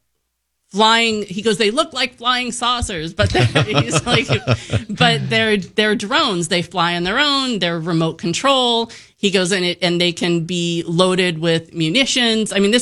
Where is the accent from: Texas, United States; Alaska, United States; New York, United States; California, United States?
New York, United States; accent: New York; now in Orange, United States; When I moved out here, it was awful because I had my New York accent